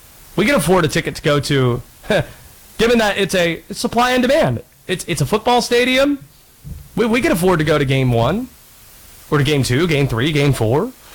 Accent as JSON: {"language": "English", "town": "Raleigh", "region": "North Carolina", "country": "United States", "tie": "born or raised there", "said": "my dad, we grew up right outside of Raleigh, diehard Canes fan."}